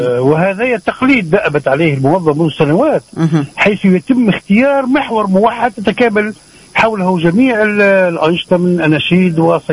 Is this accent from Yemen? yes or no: no; Tunisia; تجارب تنموية ناجحة في بلادنا